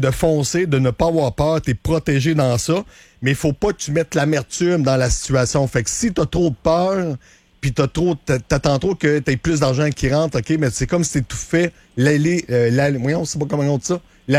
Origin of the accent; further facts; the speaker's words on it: Saint-Georges, Quebec, Canada; Je viens de la Beauce, hein, tu savais? Ah oui? Oui, okay. Je suis natif de Saint-Georges.